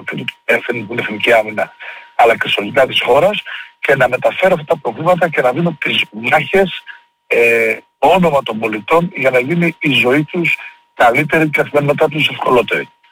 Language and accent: Greek; Karydi, Crete, Greece; born there; σε ένα καφενείο στο χωριό μου, το Καρύδι, στο Λασίφι ή στην εκλογική μου περιφέρεια στο νομό Ηλίας